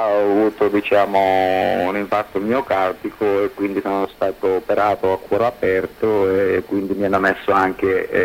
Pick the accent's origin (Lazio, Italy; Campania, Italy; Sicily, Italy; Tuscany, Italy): Sicily, Italy; Agrigento; born there; Sì, dal 91, sì, sono nato anche qua ad Agrigento